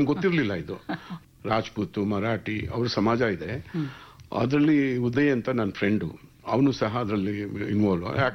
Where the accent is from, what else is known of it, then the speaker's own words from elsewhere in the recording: Bangalore, Karnataka, India; ಮೂಲತಃ ಬೆಂಗಳೂರಿನವ್ರೆ. ನಾನು ಇಲ್ಲೇ ಮೇಡಮ್, ಹೊಸನಗರ ಈಗ ಅಂತಾರೆ, ಅದಕ್ಕೆ ಉಪ್ಪಾರಳ್ಳಿ ಅಂತ ಮೊದ್ಲು ಹೇಳ್ತಾ ಇದ್ರು.